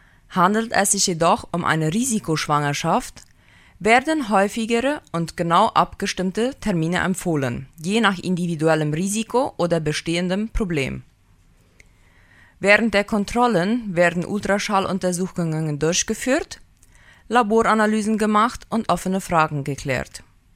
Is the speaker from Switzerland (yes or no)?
no; Filadelfia, Boquerón, Paraguay; der Regier. Ich komme aus Philadelphia und arbeite im Krankenhaus Philadelphia.